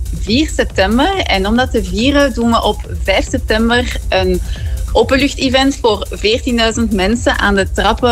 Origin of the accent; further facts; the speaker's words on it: Antwerp, Flanders, Belgium; ik wou het heel graag in Antwerpen doen, want dat is mijn thuisstad.